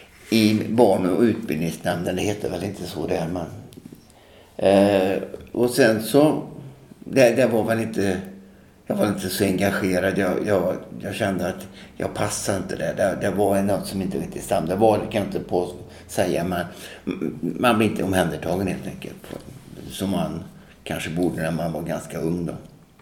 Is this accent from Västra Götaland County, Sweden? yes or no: yes; Tidaholm, Västra Götaland County, Sweden; Jag växte upp i Tidaholm, ja, det är ju en...